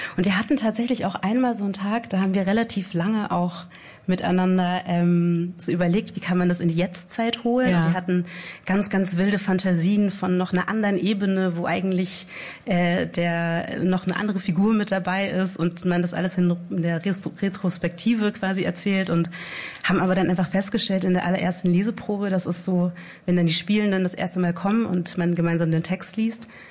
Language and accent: German; Southern Germany, Germany; moved away; ich komme aus Süddeutschland.